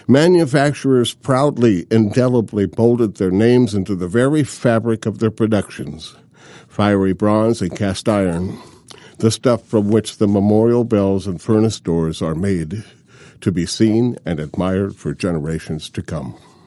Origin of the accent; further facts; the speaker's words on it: Tacoma, Washington, United States; born there; But when I was born here in Tacoma, it was only 60.